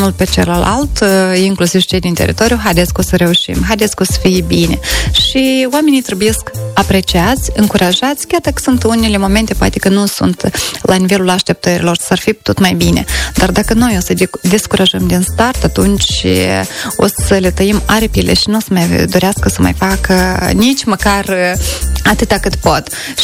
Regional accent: Cicârleni, Moldova; satul meu de Baștina

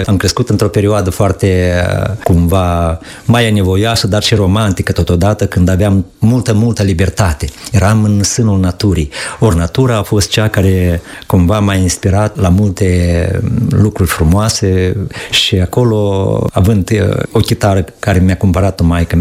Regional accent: Vâșcăuți, Orhei District, Moldova; Da, sunt de la Vâșcăuț Orhei, pe malul Nistrului, acolo am crescut, unde am și prins dragoste față de muzică

